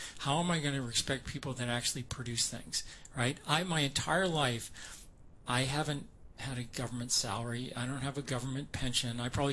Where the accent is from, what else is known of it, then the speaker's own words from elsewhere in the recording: Maine, United States; I grew up in Maine. Right, we had this thing called snow and inclement weather, and it beat the daylights out of roads.